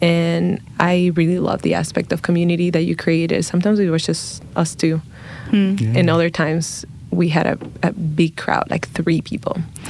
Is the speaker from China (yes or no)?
no; Dominican Republic; moved away; I'm from Dominican Republic. We don't have cardinals there.